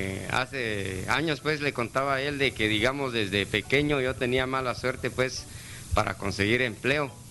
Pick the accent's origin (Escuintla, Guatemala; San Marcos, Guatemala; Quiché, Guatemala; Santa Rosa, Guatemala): Santa Rosa, Guatemala; Santa Rosa de Lima; now in Guatemala City, Guatemala; Yo soy nativo, digamos, de Santa Rosa de Lima, vivo en la colonia Maya, zona 18.